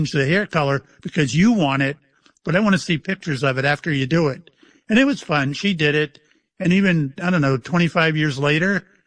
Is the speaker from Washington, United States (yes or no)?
no; Mayport, Florida, United States; I was on the Shangri-La out of my hometown of Mayport, you know, where I live.